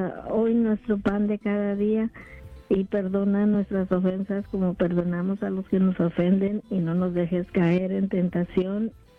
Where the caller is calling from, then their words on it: California, United States; de aquí de California.